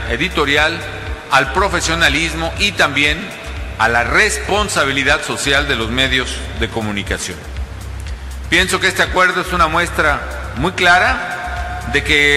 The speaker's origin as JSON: {"language": "Spanish", "country": "Mexico", "said": "como mexicano y como presidente de la República"}